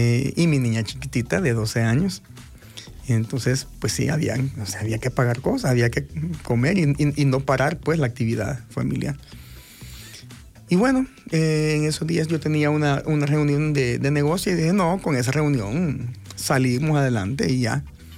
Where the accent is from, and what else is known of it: El Salvador